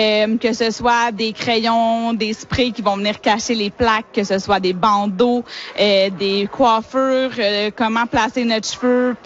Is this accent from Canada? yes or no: yes; Quebec, Canada; Moi, je suis québécoise, donc je m'y connais un petit peu moins là, de ce qui est couvert en Ontario